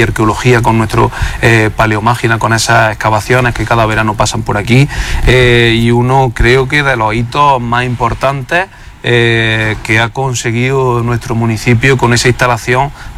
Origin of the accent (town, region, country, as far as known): Bedmar, Andalusia, Spain